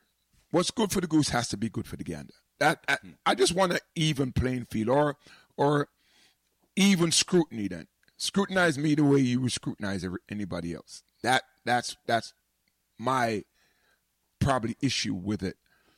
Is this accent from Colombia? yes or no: no; Jamaica; as a Jamaican, you know, we work a lot of jobs